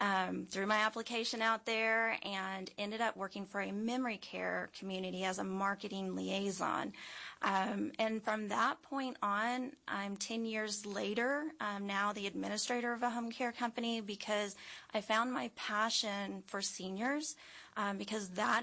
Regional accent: Fort Worth, Texas, United States; moved away as an adult; So I'm actually a transplant, originally from the Dallas-Fort Worth area. Grew up in Fort Worth for many, many years. And we moved here now about 18, 19 years ago.

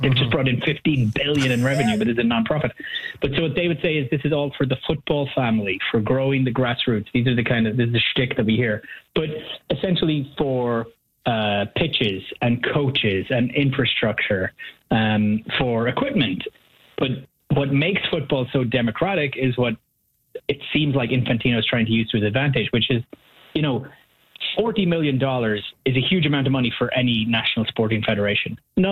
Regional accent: Ireland; this is not me as originally an Irishman with a Eurocentric view

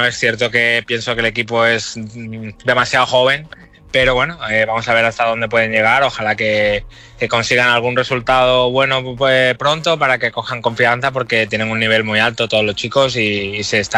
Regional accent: Málaga, Andalusia, Spain; para mí, siendo malagueño, habiendo jugado en la cantera y luego en el primer equipo

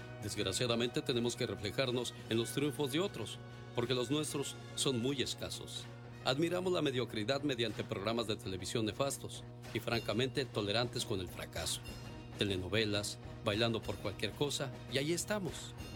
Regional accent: Mexico; moved away; Esta es una reflexión para todos nosotros que somos mexicanos y hemos llegado a un país donde queremos seguir llevando nuestros malos hábitos y nuestras viejas costumbres.

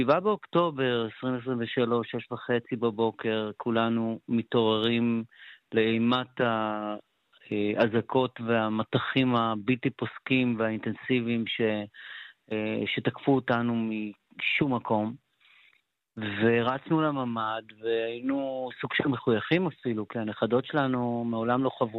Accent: Sderot, Southern District, Israel; born there; now in Netiv HaAsara, Israel; שדרות היא עיר הולדתי, משפחתי שם, כל משפחתי, הוריי, סביי, קבורים בשדרות, השורשים משם, אבל כבר 36 שנים פה בנתיב העשרה, בניתי את ביתי, ילדיי נולדו פה

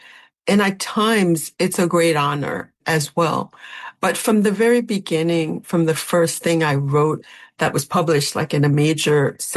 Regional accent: Brooklyn, New York, United States; I wrote about my family in Brooklyn, about being Haitian American in New York for that newspaper.

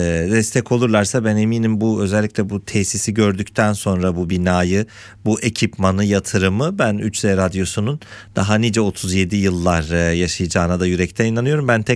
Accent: Mardin, Turkey; moved away as an adult; also born or lived in Kayseri; Mardinliyim, onunla başlayayım. Orada doğdum, orada büyüdüm.

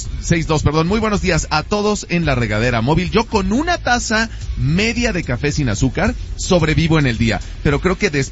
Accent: Veracruz, Mexico; Soy originario de Veracruz y desde que tengo memoria, tomo café.

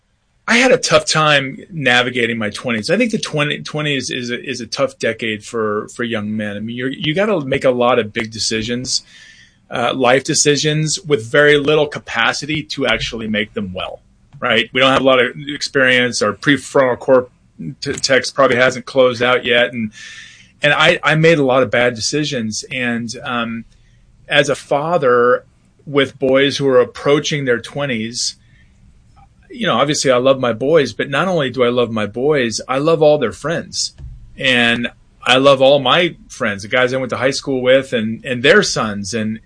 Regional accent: Columbus, Ohio, United States; Yeah, so I grew up in Columbus, Ohio. I was in Columbus until I went to Ohio University down in Athens, Ohio.

